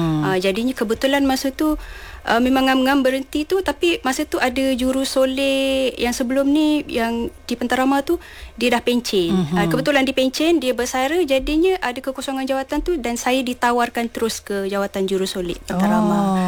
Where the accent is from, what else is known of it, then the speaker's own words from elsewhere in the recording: Tapah, Perak, Malaysia; Okey, saya berasal daripada Tapah. Tapah Perak lah. Okey, kampung halaman Batu 14 Jalan Pahang dan juga Batu 8 Jalan Pahang. Memang saya pure orang Tapah lah.